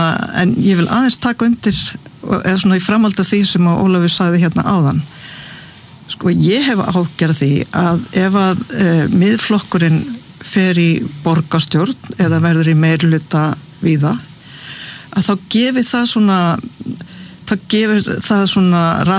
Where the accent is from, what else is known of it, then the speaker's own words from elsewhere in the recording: Suðurnesjabær, Southern Peninsula, Iceland; samfylkingin vann sigur í Suðurnesjabæ, mínum heimabæ.